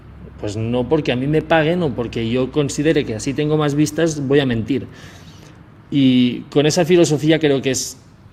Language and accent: Spanish; Spain; como un español que apenas ha probado comida mexicana